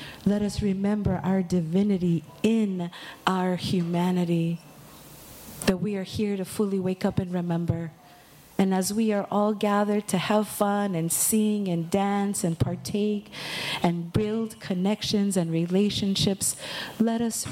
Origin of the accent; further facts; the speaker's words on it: Hilo, Hawaii, United States; I'm a Pepe Ekio girl, so I went to Kalaniana Ole, and I went to Hilo Intermediate, Hilo High, and then I graduated Konawaina.